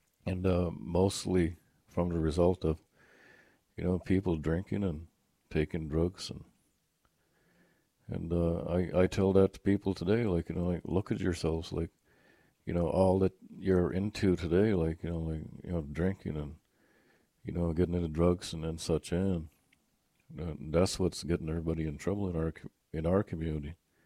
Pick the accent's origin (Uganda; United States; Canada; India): Canada; Ilgrang, New Brunswick; I'm from the community of Ilgrang, and I'm from the Mi'kmaq tribe. Ilgrang is a small community located on the banks of the famous Miramichi River in New Brunswick, Canada.